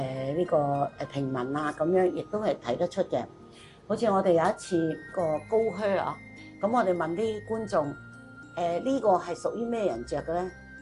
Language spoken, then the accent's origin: Cantonese; Macau; 我咧就系、是、澳门啦，土生土长嘅，咁但系咧就系、是、我系佛山人，